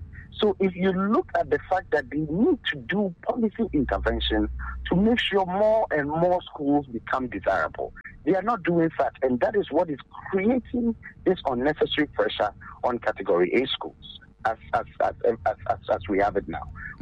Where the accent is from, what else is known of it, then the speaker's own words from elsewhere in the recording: Goaso, Ahafo, Ghana; listen, I am from Goso in the Hassa region, the way I am right now speaking to you from.